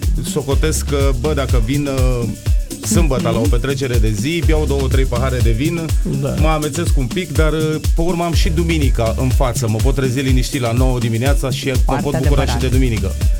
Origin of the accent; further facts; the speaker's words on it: Brașov, Brașov County, Romania; Din Brașov.